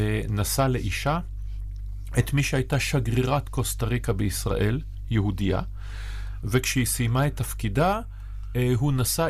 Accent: Haifa, Haifa District, Israel; אני בתור חיפאי

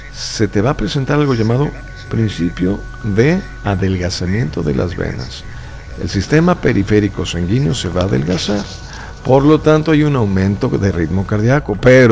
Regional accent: Guadalajara, Jalisco, Mexico; also born or lived in Santiago, Chile / United States; me trajeron a México, viví 3 años en México, después me fui otros 3 años a Estados Unidos con papá y mamá, y luego regresamos a Guadalajara. Toda la vida viví en Guadalajara hasta 1997.

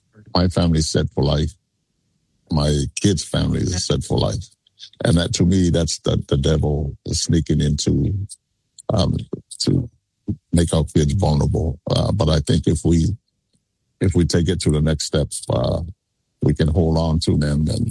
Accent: Samoa; You know, a lot of people thought I was born in Texas. They don't know I came from Samoa.

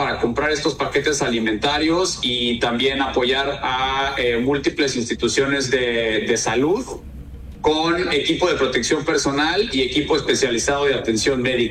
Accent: Mexico City, Mexico; born there; now in La Paz, Mexico; yo nací en Ciudad de México, tengo aquí en La Paz alrededor ya de 25 años

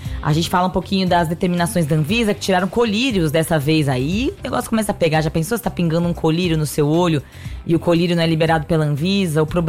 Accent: Argentina; Mas sendo argentina, eu tinha naquele fundo do meu coração pensando assim

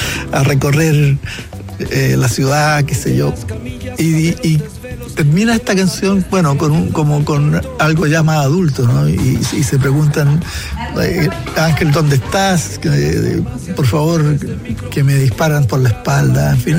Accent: Quilpué, Valparaíso, Chile; nuestra infancia, adolescencia en Quilpué.

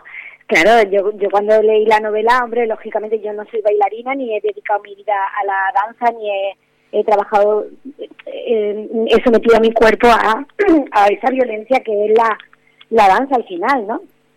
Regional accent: Andalusia, Spain; yo como andaluza que soy

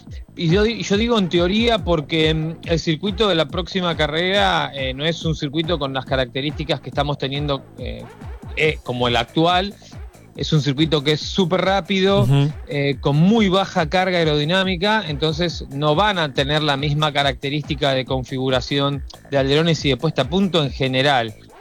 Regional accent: Argentina; a todos nosotros como argentinos, me incluyo en esta, obviamente, 100%

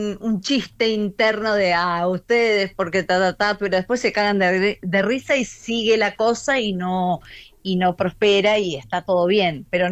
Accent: Argentina; now in Mexico; pero yo cuando me fui de Argentina, a mí en Argentina me fue siempre genial

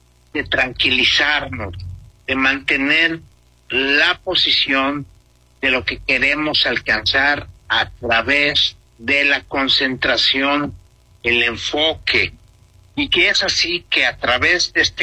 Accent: Mexico; now in Xalapa, Mexico; nos han recibido de una manera extraordinaria como mexicanas y mexicanos.

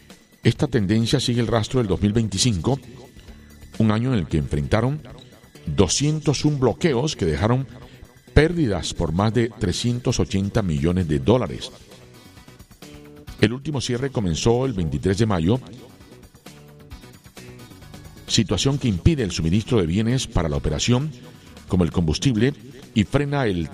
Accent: Colombia; deseosos como colombianos que empiece a solucionar cada una de las problemáticas que tenemos en nuestro territorio.

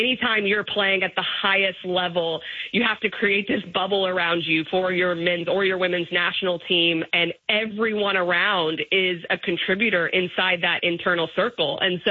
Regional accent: Arlington, Texas, United States; I'm from Arlington, Texas, so I love that.

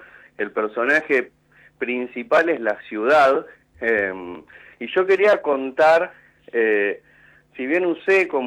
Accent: General Rodríguez, Buenos Aires Province, Argentina; now in Mar del Plata, Argentina; yo nunca viví en Buenos Aires, yo ¿mira? Soy de General Rodríguez, ahora vivo en Mar del Plata

